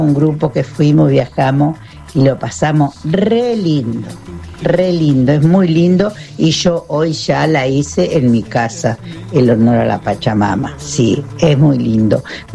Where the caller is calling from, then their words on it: Junín, Argentina; Soy de Junín, estoy muy lejos y sola